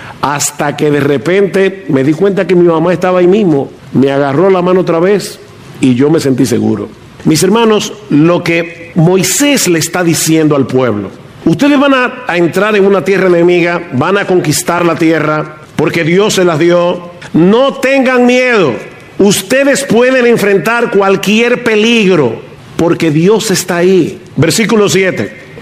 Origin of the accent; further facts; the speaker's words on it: San Juan de la Maguana, San Juan, Dominican Republic; Cuando yo era niño, como cinco o seis años, vino a San Juan de la Maguana, al pueblo donde yo nací